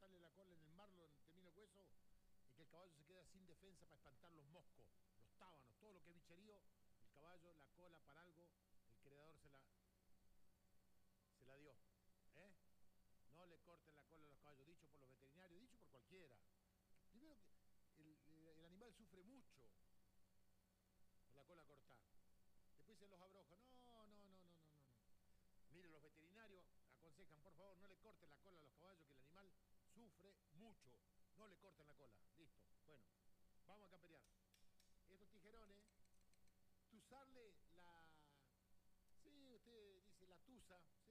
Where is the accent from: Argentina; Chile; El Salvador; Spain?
Argentina; Yo soy argentino